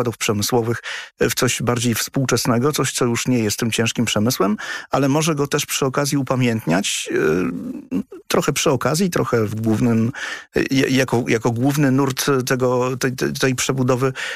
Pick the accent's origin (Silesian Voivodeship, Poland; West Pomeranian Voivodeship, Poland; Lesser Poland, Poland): Silesian Voivodeship, Poland; now in Katowice, Poland; ale z pochodzenia nie jestem Ślązakiem, pochodzę z Zagłębia i dla osób, które mieszkają w naszym regionie, to ma znaczenie